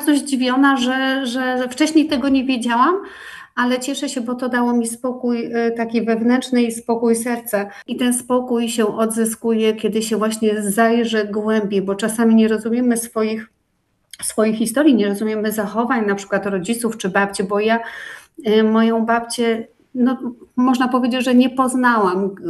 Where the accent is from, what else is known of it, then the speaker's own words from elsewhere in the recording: Niewiadów, Łódź Voivodeship, Poland; Najbliższy ujazd, Niewiadów, bo pochodzę z Niewiadowa, to są te okolice.